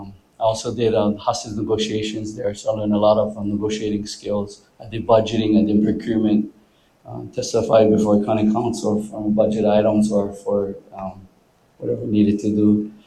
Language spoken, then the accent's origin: English; Hilo, Hawaii, United States; moved away as an adult; now in Kauai, United States; I tell you a little bit about myself. I'm born and raised in Hilo. I came here in the late, 1998.